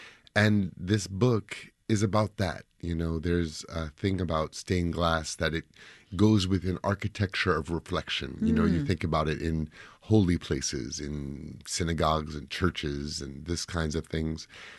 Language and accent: English; New York City, New York, United States; and I love to walk, I'm a New Yorker, I walk